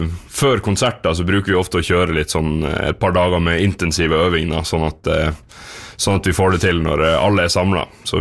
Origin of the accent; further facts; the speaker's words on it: Tromsø, Troms, Norway; now in Ålesund, Norway; jeg er fra Tromsø, og litt fra Vanylven, og litt fra Hareid og sånt.